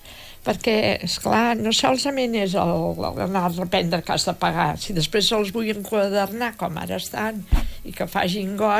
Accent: Rubí, Catalonia, Spain; jo sóc filla de Rubí

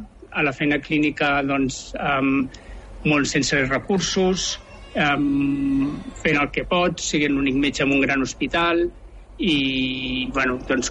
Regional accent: Sant Cugat del Vallès, Catalonia, Spain; born there; moved away; also born or lived in Barcelona; jo vaig néixer a Barcelona, vaig viure els meus primers 10 anys a Montornès del Vallès, i després vaig canviar de Vallès i he estat i crescut a Sant Cugat del Vallès.

